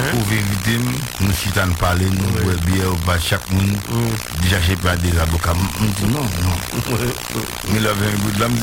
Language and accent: French; Haiti; nous sommes un haïtien qui est conscient de vivre en Haïti.